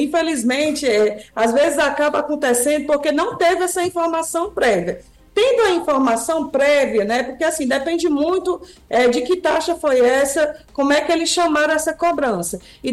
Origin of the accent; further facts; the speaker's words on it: Brazil; Nós, como brasileiros